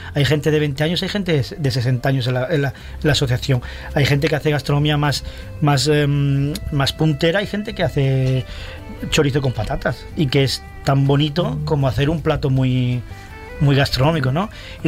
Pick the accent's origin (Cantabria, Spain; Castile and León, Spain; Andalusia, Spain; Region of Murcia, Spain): Andalusia, Spain; Almería; yo vengo un poco más de fuera, soy de Almería todavía, pero vengo más de fuera